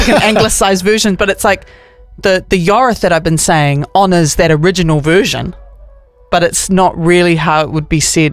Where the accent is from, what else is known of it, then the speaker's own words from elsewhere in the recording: Wales, United Kingdom; I'm just a Welsh girl.